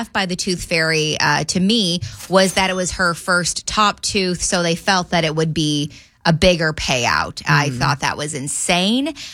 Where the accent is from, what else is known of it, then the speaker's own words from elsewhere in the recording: Indiana, United States; moved away; I grew up in Southern Indiana on a beef cattle farm.